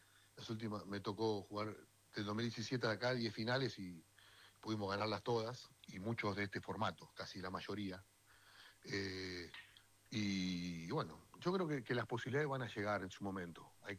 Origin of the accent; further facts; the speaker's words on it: Argentina; Uruguay, yo me siento muy argentino, y no sé, yo me acuerdo cuando íbamos con el Cholo de chiquito, que nos enfrentábamos a Brasil en los juveniles